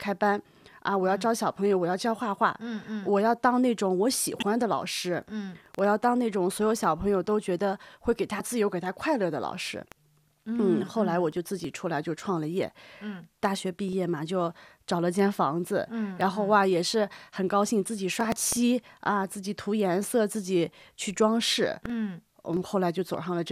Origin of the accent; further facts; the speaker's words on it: Heilongjiang, China; 因为我是黑龙江的人